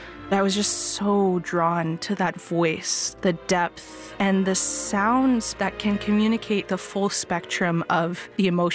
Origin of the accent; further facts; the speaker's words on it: Boynton Beach, Florida, United States; I am originally from Boynton Beach, Florida.